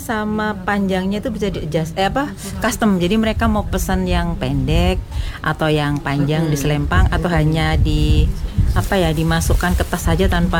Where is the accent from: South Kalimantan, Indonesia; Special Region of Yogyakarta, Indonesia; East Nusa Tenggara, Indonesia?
Special Region of Yogyakarta, Indonesia; Saya asalnya dari Ambarukmo Catur Tunggal.